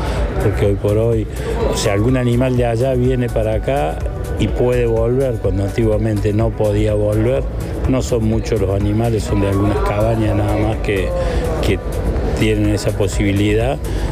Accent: Río Cuarto, Córdoba, Argentina; la ciudad de Río Cuarto, donde yo soy oriundo

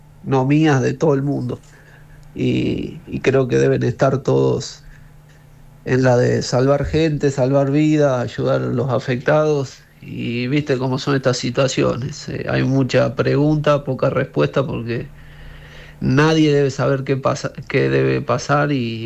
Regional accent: Laborde, Córdoba, Argentina; moved away; also born or lived in San Juan, Argentina; Yo soy de Córdoba, de Laborde, al sur, pero como te digo, viví en San Juan, que es una zona relativamente sísmica

